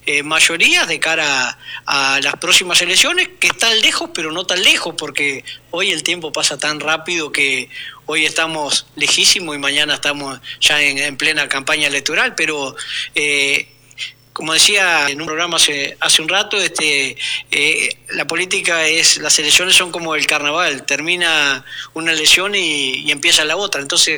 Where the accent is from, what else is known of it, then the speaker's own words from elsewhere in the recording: Treinta y Tres, Uruguay; así como a nivel país somos todos uruguayos, también somos todos 33inos